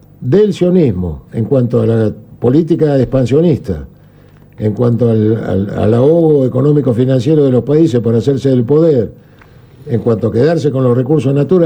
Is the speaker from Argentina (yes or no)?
yes; Argentina